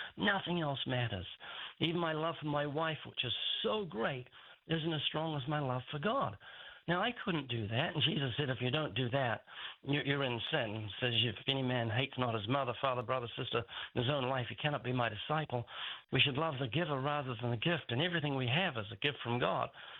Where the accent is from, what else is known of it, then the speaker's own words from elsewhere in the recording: New Zealand; born there; You said I was born in New Zealand. You missed out the fact that I was born there twice.